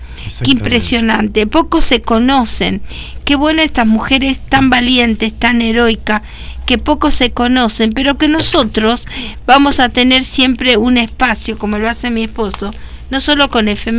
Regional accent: Argentina; Como sociedad, como argentino.

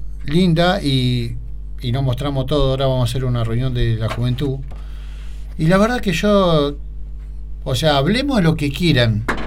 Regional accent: General Rodríguez, Buenos Aires Province, Argentina; also born or lived in Luján; Nací en General Rodríguez, me crié acá, digamos, de la vía 6 cuadras, igual que Yamil.

